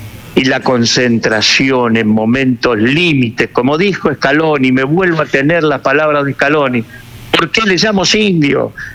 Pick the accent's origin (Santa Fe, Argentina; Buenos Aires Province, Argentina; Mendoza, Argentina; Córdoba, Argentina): Santa Fe, Argentina; Rosario; como acá en mi tierra, en mi provincia de Santa Fe